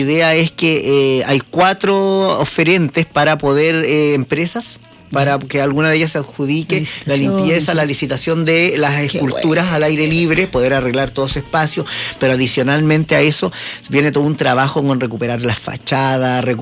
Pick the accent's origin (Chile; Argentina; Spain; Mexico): Chile; La Serena, Coquimbo; Si somos la ciudad de los campanarios